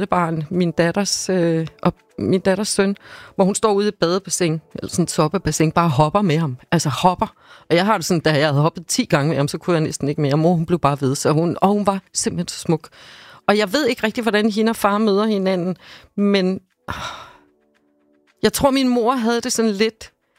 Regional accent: Slagelse, Zealand, Denmark; born there; Jeg er født i Slagelse.

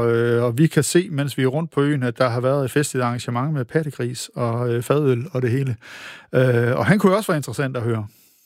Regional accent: Aalborg, North Denmark Region, Denmark; jeg er jo selv fra Aalborg

